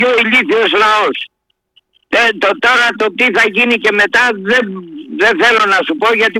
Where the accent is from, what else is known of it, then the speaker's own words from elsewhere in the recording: Marousi, Attica, Greece; είμαι από Μαρούσι.